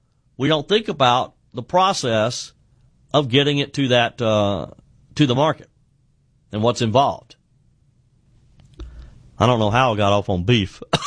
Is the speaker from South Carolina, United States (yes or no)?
yes; South Carolina, United States; If you got a farm, say in my home state of the upstate of South Carolina, you got a farm here in the upstate